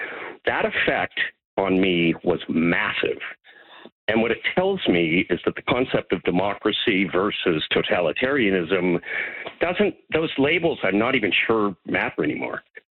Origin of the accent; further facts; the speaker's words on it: Toronto, Ontario, Canada; moved away as an adult; also born or lived in San Francisco / San Diego / New York; Well, I lived in the United States. I'm a kid from Toronto. I moved down there to San Francisco as a dot-com, San Diego, and then San Francisco, New York.